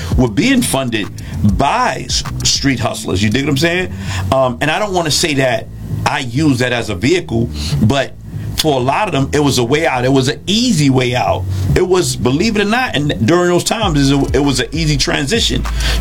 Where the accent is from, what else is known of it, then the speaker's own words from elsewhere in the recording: Bronx, New York, United States; Growing up in the Bronx, of course, they say we are the Mecca of it all.